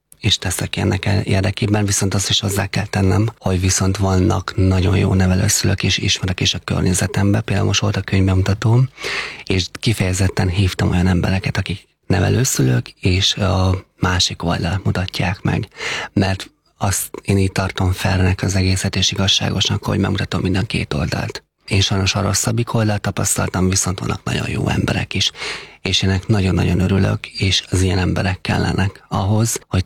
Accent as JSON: {"language": "Hungarian", "region": "Heves", "country": "Hungary", "tie": "born or raised there", "said": "Ugye Heves megyében nőttem föl."}